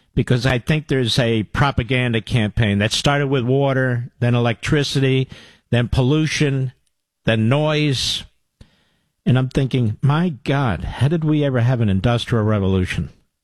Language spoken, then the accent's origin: English; Pennsylvania, United States; Yeah, I'm from